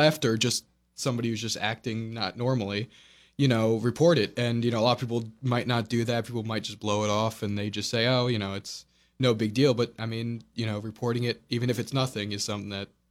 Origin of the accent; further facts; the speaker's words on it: Long Island, New York, United States; And I'm from originally from Long Island, New York, just outside of New York City.